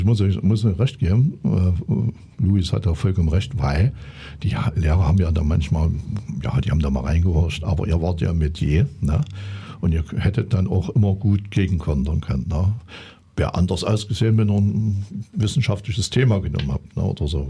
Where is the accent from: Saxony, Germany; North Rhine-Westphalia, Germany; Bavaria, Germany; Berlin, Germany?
Saxony, Germany; Also, ich bin ja Sachse, also ich weiß es jetzt nicht so aus der sächsischen Schullandschaft